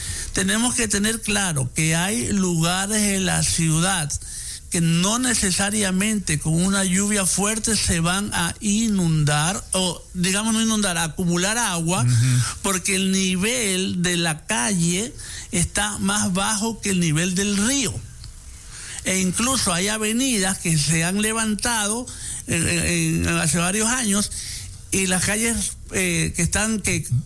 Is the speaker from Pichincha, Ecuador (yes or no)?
no; Guayaquil, Guayas, Ecuador; Yo recuerdo de pequeño, cuando yo vivía